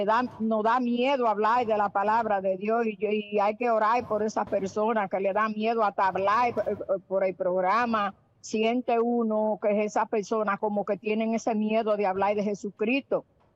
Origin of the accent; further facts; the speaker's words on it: Bejuco Alambre, Santo Domingo, Dominican Republic; la de Santo Domingo, de Bejuco Alambre. Yo vivo en un campo de Santo Domingo, de Bejuco Alambre.